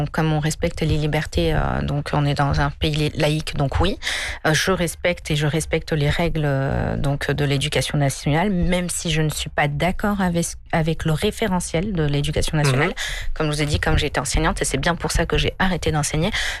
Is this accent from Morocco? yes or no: yes; Morocco; parce que je suis marocaine